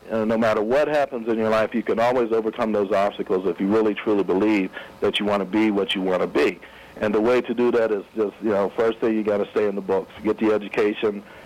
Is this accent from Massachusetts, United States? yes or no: no; Uniontown, Pennsylvania, United States; Best little community, I tell you, was during the time that I grew up in Uniontown, you know, it was a Leave It to Beaver type of community.